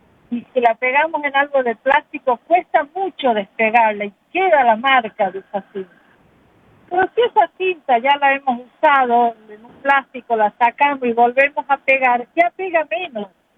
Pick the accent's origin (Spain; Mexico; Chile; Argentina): Argentina; Bueno, nosotros en Argentina, yo soy de Argentina